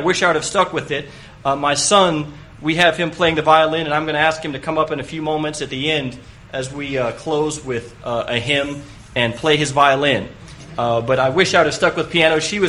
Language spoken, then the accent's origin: English; Raleigh, North Carolina, United States; born there; moved away; I grew up here in Raleigh